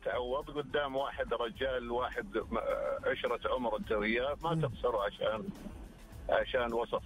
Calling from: Jeddah, Makkah Province, Saudi Arabia

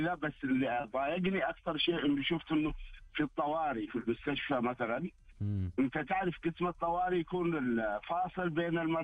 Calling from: Riyadh, Riyadh Province, Saudi Arabia; أنا من الرياض.

